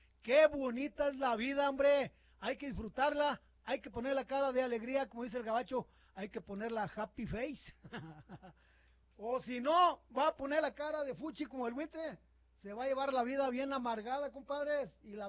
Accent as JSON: {"language": "Spanish", "town": "Quito", "region": "Pichincha", "country": "Ecuador", "tie": "born there", "said": "Yo nací en Quito"}